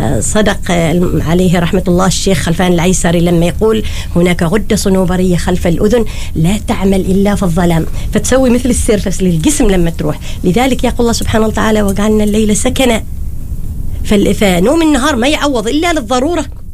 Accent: Oman; عندنا في عمان

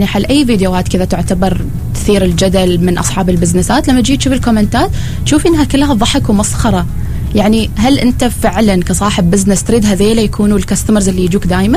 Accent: Oman

